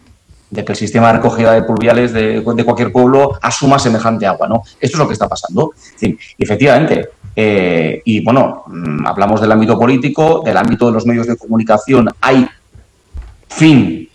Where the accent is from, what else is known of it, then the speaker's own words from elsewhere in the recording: Navarre, Spain; en mi pueblo, que le llaman el orinal de Sacana, porque no hace más que llover